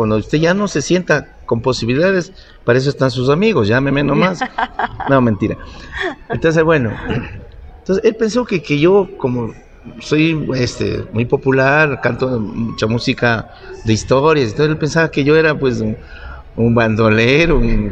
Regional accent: Cali, Valle del Cauca, Colombia; Yo soy nacido aquí en Cali, soy valluno, pero mis padres son Nariño.

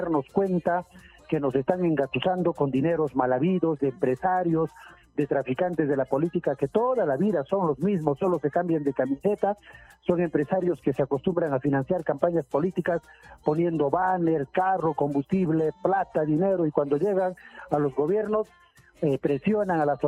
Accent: Chilca, Lima, Peru; que he nacido y crecido y vivo en Chilca. Tengo mi familia establecida

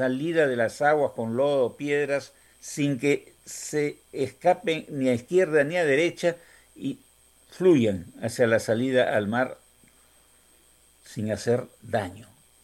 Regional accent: Peru; que todos somos peruanos, que todos necesitamos desarrollar nuestro país

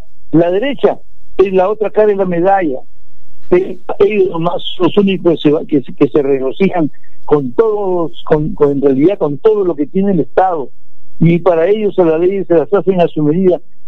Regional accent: Tacna, Peru

